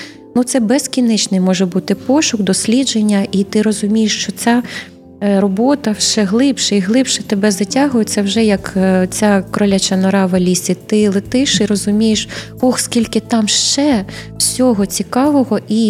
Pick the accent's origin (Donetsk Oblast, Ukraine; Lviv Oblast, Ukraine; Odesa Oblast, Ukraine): Odesa Oblast, Ukraine; Artsyz; moved away; в таких містах, як мій рідний Арциз.